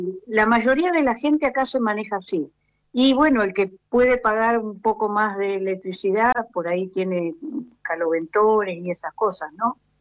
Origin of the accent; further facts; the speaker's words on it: Lobería, Buenos Aires Province, Argentina; now in Playa Chapadmalal, Argentina; cuando yo era chica, yo nací en Lobería y tuvimos siempre cocina leña